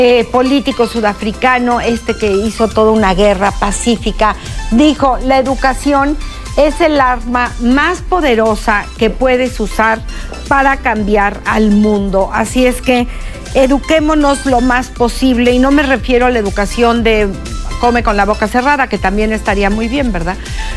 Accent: Mexico; nosotros sabemos que como pueblo, como mexicanos, si queremos salir adelante, necesitamos tener un pueblo lo más educado posible.

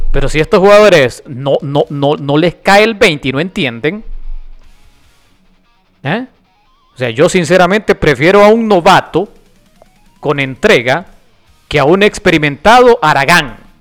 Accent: Honduras

